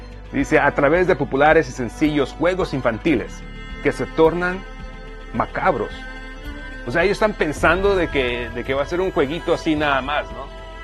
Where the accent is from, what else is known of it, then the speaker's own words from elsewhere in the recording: Mexico; yo soy de México y la verdad, o sea, a ver, decimos, ¿no?